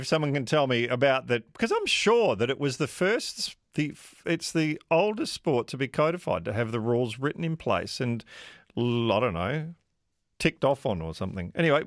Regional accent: Tanzania; born there; I was born in Tanganyika, now Tanzania, and I remember

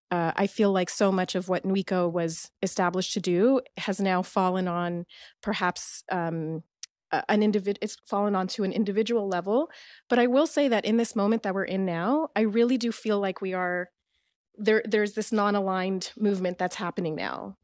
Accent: Alexandria, Alexandria Governorate, Egypt; also born or lived in Saudi Arabia / United Arab Emirates; I was born in Egypt, in Alexandria. I'm Muslim. I grew up between Saudi Arabia and Dubai and Egypt.

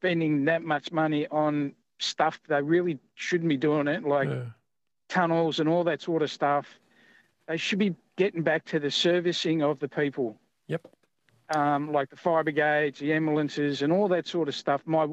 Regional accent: Melbourne, Victoria, Australia; But I grew up in Taylor's Lakes, East Keilor

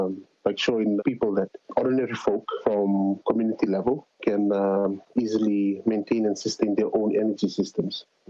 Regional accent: Sigatoka, Western Division, Fiji; now in Suva, Fiji; Oh, yeah, I'm calling in from Suva, Fiji, but I'm originally from Nandrogan, Singotoka, the rugby town of Fiji. I have maternal links to Samoa, but yeah, born and raised in Fiji.

